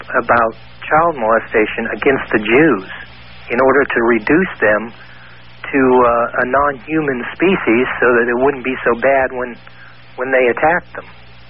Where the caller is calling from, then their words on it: Nashville, Tennessee, United States; I'm in Nashville, Tennessee.